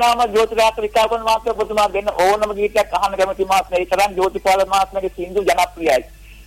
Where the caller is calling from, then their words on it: Beliatta, Southern Province, Sri Lanka; මම බෙලියත්ට කහවත්ෙන්